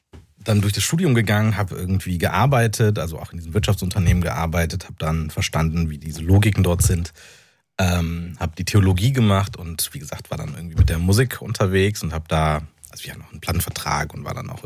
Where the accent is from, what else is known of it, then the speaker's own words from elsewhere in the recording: North Rhine-Westphalia, Germany; bin ich als Rheinländer und als jemand, der aus Nordrhein-Westfalen kommt, so regionalpatriotisch angelegt